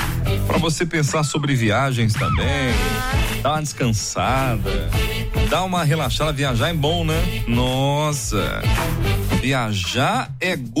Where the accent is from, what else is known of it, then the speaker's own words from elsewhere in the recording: Brazil; a nossa memória como brasileiros